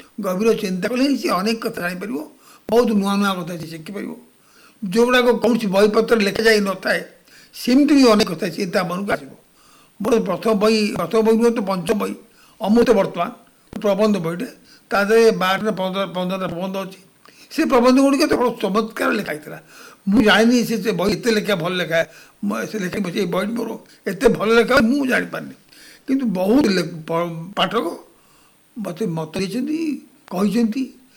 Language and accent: Odia; Odisha, India; born there; ମୁଁ ସାର୍ ଆମ ଗଞ୍ଜାମର ଜନ୍ମ